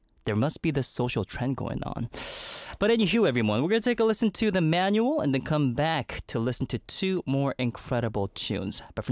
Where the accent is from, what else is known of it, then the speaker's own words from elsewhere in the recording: Canada; Growing up in Canada